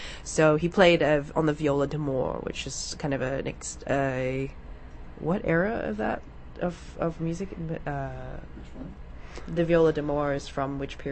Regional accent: Sydney, New South Wales, Australia; who lives in Sydney now, where my hometown is.

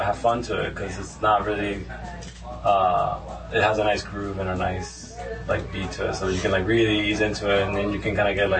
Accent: Dominican Republic; I'm Dominican as well. We grew up in like in the same country, I mean, but different parts of the city. So I lived in the city most of my life.

